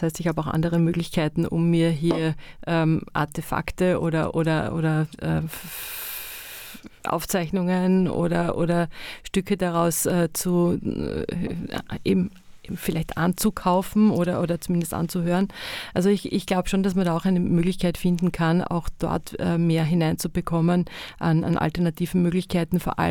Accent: Tyrol, Austria; auch da, wo ich herkomme, ursprünglich eben auch die Swarovski-Kristallwelten haben auch einen künstlerischen Aspekt

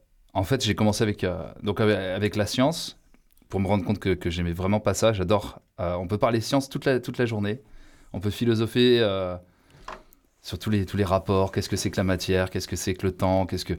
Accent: France; born there; also born or lived in Quebec, Canada; Non, je suis né en France et j'ai vécu longtemps à l'étranger.

